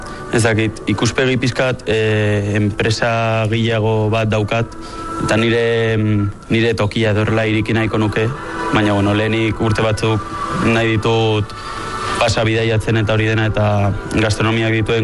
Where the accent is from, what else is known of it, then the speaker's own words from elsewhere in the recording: Lasarte-Oria, Basque Country, Spain; Ni Lasartetik.